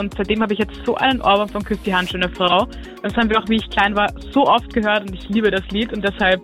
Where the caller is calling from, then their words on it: Vienna, Austria; ich komme aus Wien